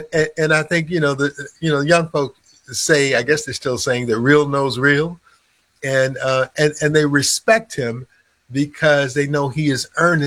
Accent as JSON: {"language": "English", "town": "Chicago", "region": "Illinois", "country": "United States", "tie": "born or raised there", "said": "I'm an old GPK, a grandparents, pastor's kid. I grew up in the Sanctified Church on the grand old best side, west side of Chicago."}